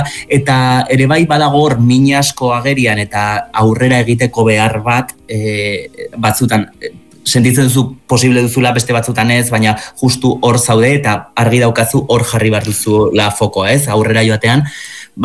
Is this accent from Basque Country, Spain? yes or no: no; Zubiri, Navarre, Spain; ni Zubirikoa naiz